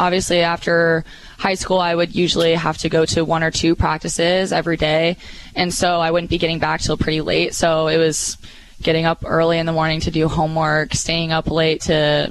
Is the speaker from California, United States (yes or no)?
no; Springfield, Illinois, United States; Since I'm from the Springfield area